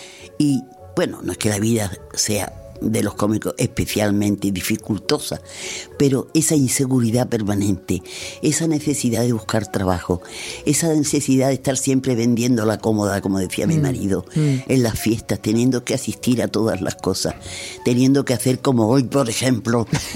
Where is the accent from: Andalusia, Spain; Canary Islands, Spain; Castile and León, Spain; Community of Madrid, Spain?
Andalusia, Spain; La época en que los andaluces pasábamos por tontos